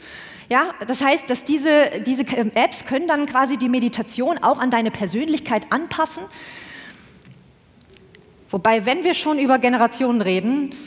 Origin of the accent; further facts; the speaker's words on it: North Rhine-Westphalia, Germany; Ich komme aus Westfalen. Als wir klein waren, hat man uns Kindern immer gesagt